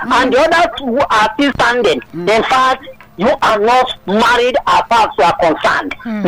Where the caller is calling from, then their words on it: Badore, Lagos, Nigeria; I'm calling from Badore Power Site.